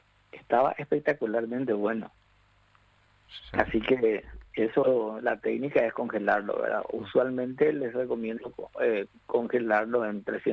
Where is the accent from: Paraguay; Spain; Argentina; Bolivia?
Paraguay